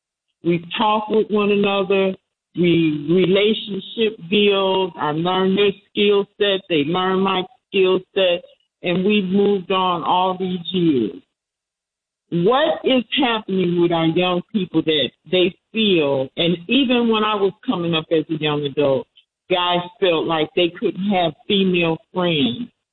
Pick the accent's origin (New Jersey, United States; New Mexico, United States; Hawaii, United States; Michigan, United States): Michigan, United States; Detroit; also born or lived in Tennessee; now in North Carolina, United States; I'm from Detroit, I'm from Tennessee by way of Detroit. I've been here in North Carolina for five years.